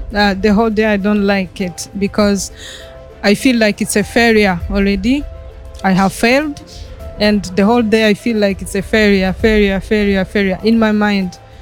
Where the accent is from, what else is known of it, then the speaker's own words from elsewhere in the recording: France; I'm coming from France.